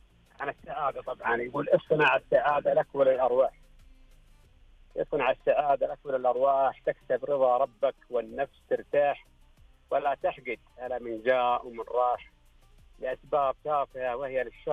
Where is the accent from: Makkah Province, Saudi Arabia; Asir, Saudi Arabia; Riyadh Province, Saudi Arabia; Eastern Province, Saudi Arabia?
Makkah Province, Saudi Arabia; Taif; أنا بالنسبة لي طبعا ابن الطائف